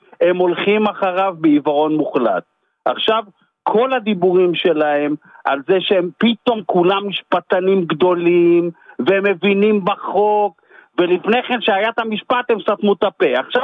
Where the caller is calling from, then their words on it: Rishon LeZion, Central District, Israel; אני מראשון לציון